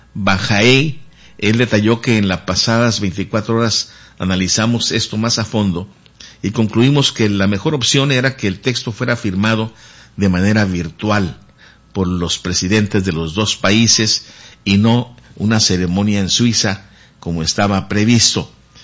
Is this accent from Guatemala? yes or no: no; Mexico; nosotros debemos como mexicanos oponernos